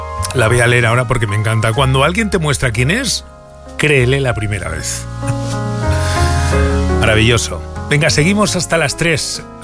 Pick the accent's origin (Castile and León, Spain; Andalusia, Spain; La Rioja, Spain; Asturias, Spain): Castile and León, Spain; Burgos; now in Madrid, Spain; yo soy de Burgos, y en Navidad volvía después de pasar los días de Navidad con mis padres